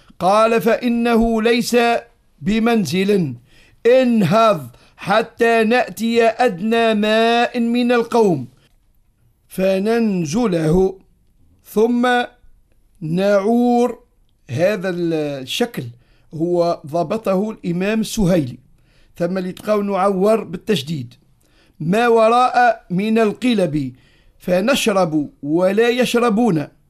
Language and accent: Arabic; Tebourba, Manouba, Tunisia; إحنا عندنا في تونس عائلة المزي في طبربة